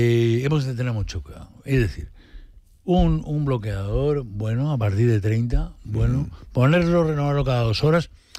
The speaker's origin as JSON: {"language": "Catalan", "town": "Almàssera", "region": "Valencian Community", "country": "Spain", "said": "Nosaltres venim d'Almàssera"}